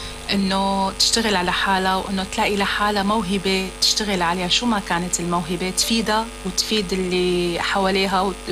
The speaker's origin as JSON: {"language": "Arabic", "country": "Syria", "also_born_or_lived": "Egypt", "moved": "as an adult", "said": "يعني إذا ببلد الغربة نجحت فمعقولة أفشل ببلدي؟"}